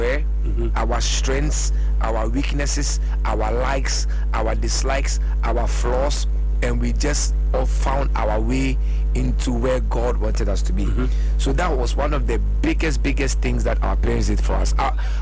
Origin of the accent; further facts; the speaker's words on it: Accra, Greater Accra, Ghana; born there; People who are raised in Accra, you know, we don't like traveling. We think like the whole Ghana is Accra.